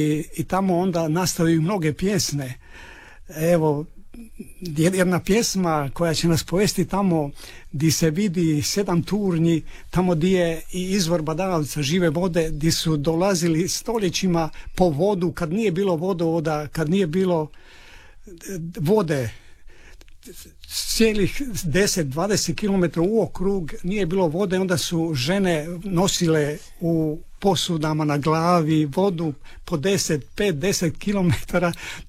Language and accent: Croatian; Rapavel, Istria County, Croatia; born there; now in Poreč, Croatia; Ja rođen sam u Rapavelu i uvijek se vraćam u Rapavelu, ali sa obitelji živim u Poreču već 38 godina, će biti 37 godina, ali uvijek se vraćam u uži zavičaj